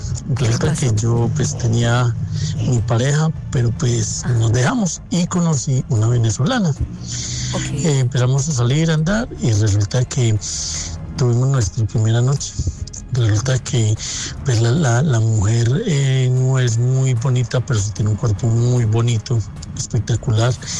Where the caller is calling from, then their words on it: Manizales, Caldas, Colombia; Les saludo desde Manizales.